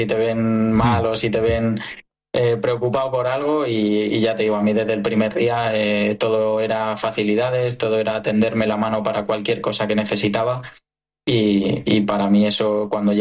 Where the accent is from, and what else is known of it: Spain